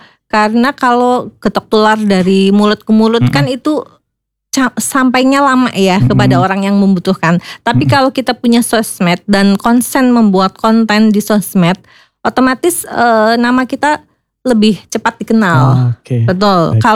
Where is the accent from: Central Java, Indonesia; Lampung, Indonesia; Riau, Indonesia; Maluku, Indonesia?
Central Java, Indonesia; Purbalingga; Silakan, saya dari Purbalingga.